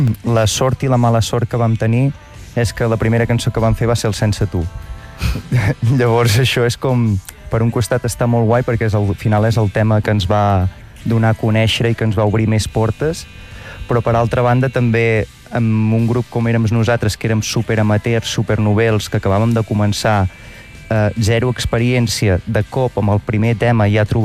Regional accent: Catalonia, Spain; com que som de la Garrotxa

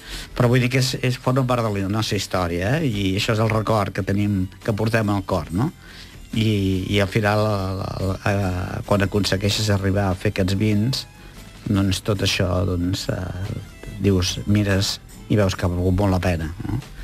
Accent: Monistrolet, Catalonia, Spain; jo sóc de Monistrolet, una masia de Monistrolet

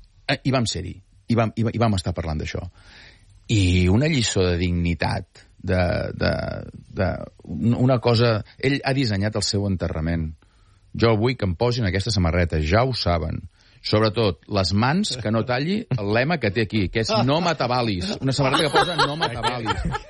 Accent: Sant Feliu de Buixalleu, Catalonia, Spain; ell vol ser enterrat a Sant Feliu de Buixalleu, al meu poble

